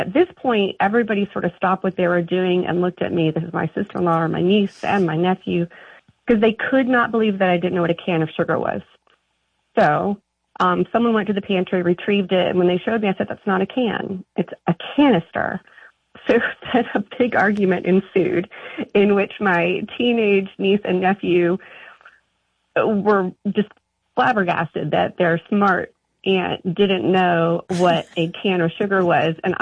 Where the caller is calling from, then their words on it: Charlotte, North Carolina, United States; calling from Charlotte.